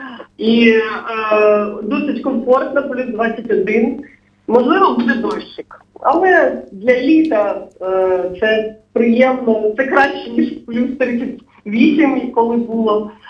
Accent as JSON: {"language": "Ukrainian", "town": "Nova Kakhovka", "region": "Kherson Oblast", "country": "Ukraine", "tie": "born or raised there", "lives_now": "Kyiv, Ukraine", "said": "Я родом із Нової Каховки, це Херсонська область. Дуже сумую, скучаю за своїми рідними містами."}